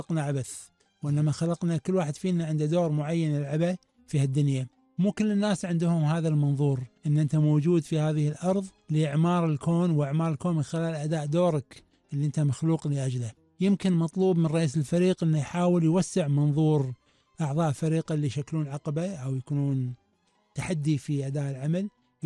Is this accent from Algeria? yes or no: no; Kuwait; عندنا في الكويت